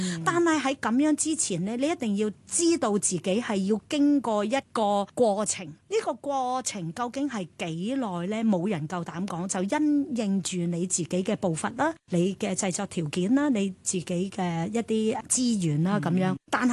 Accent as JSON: {"language": "Cantonese", "country": "Hong Kong", "said": "我哋其實香港人"}